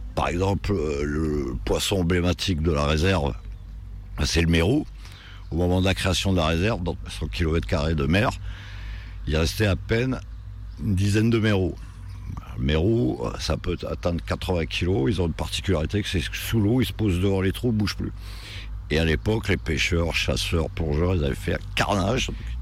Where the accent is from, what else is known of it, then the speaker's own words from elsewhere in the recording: Paris, Île-de-France, France; born there; now in Corsica, France; Je suis né à Paris, de famille espagnole basque, réfugié depuis 36 en France. Voilà. Et donc je suis arrivé en Corse après mon service militaire.